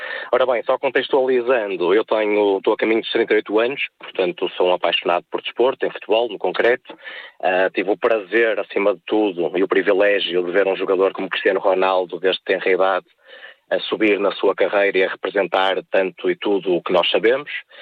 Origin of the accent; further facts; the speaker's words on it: Portugal; enquanto português